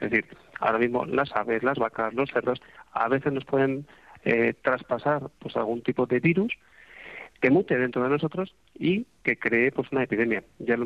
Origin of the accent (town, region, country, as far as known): Spain